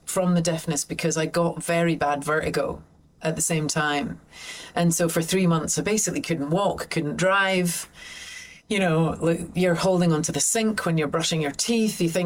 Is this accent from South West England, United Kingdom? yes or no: no; St Andrews, Scotland, United Kingdom; we grew up in St Andrews, it was only 10,000-11,000 people in town when we grew up. It was just a small place.